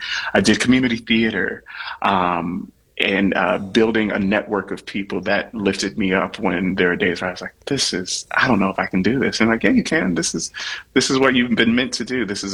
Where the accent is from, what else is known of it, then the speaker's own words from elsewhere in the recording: Norfolk, Virginia, United States; moved away as an adult; also born or lived in Cleveland / New York; Yes, I'm from Norfolk, Virginia.